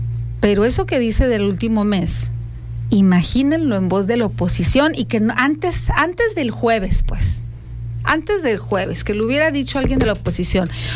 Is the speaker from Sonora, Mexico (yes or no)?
yes; Sonora, Mexico